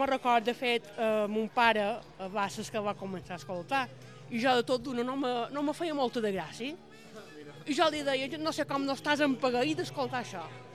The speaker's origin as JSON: {"language": "Catalan", "town": "Bunyola", "region": "Balearic Islands", "country": "Spain", "said": "No, jo som de Bunyola."}